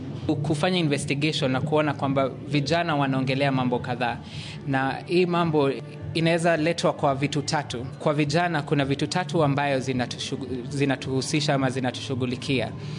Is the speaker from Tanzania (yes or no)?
no; Kenya; Nimetoka nchi ya Kenya.